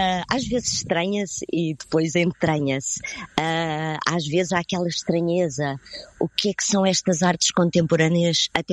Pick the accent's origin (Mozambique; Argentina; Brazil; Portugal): Portugal; Abrantes, Santarém; born there; até porque Abrantes, eu nasci em Abrantes, e até porque Abrantes tem o Centro Vital